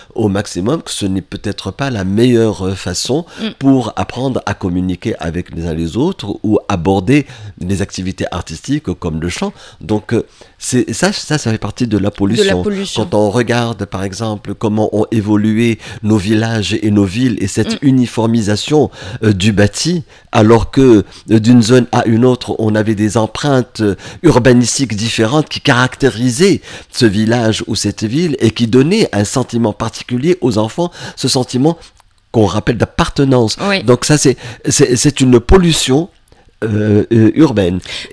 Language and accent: French; Tunisia; en sachant que notre contribution en tant que Tunisien dans ce savoir mondial, universel, est extrêmement faible.